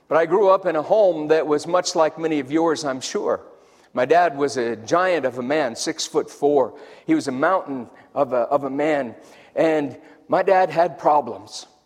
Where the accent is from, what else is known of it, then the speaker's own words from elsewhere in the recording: Denver, Colorado, United States; I grew up in North Denver. And the neighborhood that I grew up in, I was the lone white German kid.